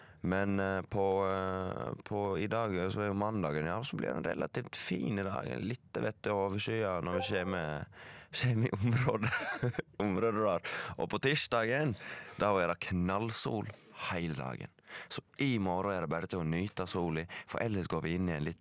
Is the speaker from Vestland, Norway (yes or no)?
yes; Leikanger, Vestland, Norway; Leikanger der jeg kommer fra